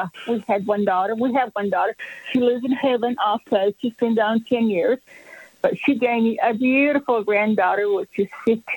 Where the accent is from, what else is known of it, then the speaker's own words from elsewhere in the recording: Atlanta, Georgia, United States; moved away as an adult; now in Kansas City, United States; I'm originally from Atlanta